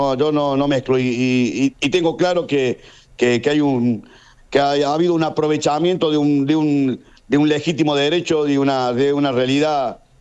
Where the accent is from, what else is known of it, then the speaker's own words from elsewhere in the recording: Argentina; sabemos cómo somos los argentinos.